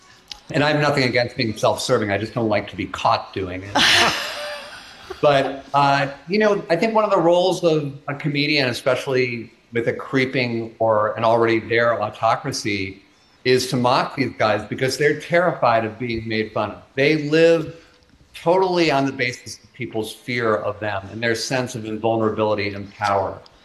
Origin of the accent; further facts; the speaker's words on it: Cleveland, Ohio, United States; I was probably 4 or 5. And I grew up in Cleveland, Ohio